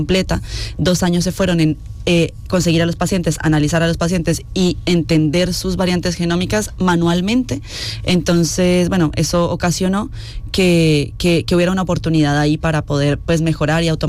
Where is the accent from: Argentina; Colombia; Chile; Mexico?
Colombia; moved away; Yo en Colombia había tenido la oportunidad de trabajar, que yo soy colombiana